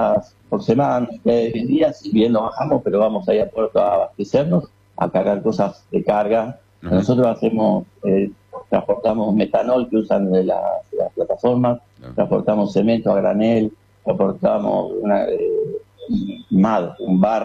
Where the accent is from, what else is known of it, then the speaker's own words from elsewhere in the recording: Buenos Aires, Argentina; Yo soy de Buenos Aires. Vivo en Buenos Aires. tengo mi familia allá, todo